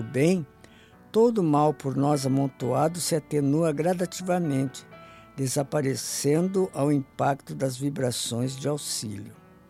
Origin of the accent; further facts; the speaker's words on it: Guaíba, Rio Grande do Sul, Brazil; encomendado pela Prefeitura de Guaíba, minha terra natal.